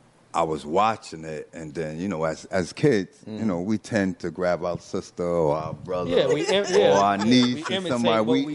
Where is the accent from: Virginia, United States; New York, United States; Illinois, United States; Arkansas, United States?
New York, United States; New York City; I grew up in Long Island City, Queensbridge.